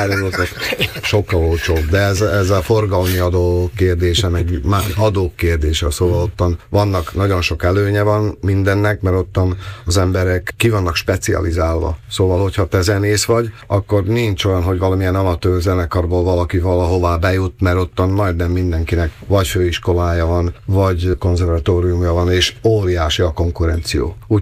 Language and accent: Hungarian; Slovakia; De én szlovák is vagyok, tőle apukám a szlovák volt, anyukám magyar, így mind a két én barátság alap megvan bennem.